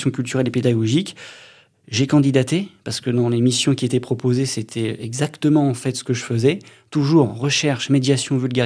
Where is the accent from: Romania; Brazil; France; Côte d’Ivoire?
France; Hauts-de-France; moved away as an adult; Moi, je viens de l'Oise.